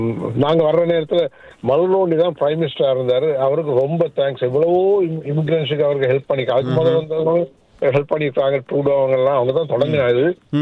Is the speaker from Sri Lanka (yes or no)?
yes; Sri Lanka; born there; moved away